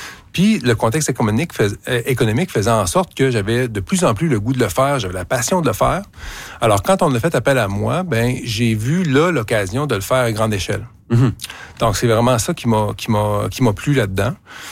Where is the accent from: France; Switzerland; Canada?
Canada; Quebec; Je suis moi-même de Louis Hébert.